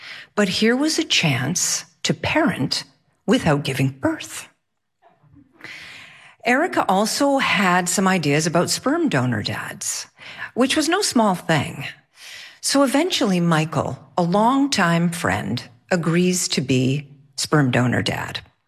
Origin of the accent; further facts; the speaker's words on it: Quebec, Canada; born there; I was born just outside of Montreal.